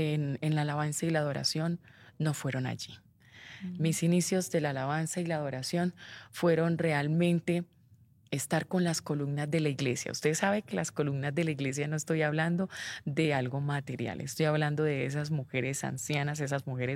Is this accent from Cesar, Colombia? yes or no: yes; Valledupar, Cesar, Colombia; born there; moved away; pero no soy de Bucaramanga, soy de Colombia, pero no soy de Bucaramanga. Yo nací en la costa, en Valledupar.